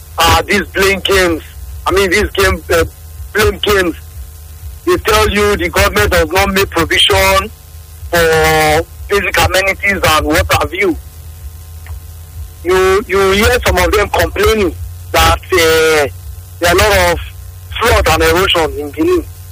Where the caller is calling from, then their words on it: Benin City, Edo, Nigeria; I'm from Sapley Road.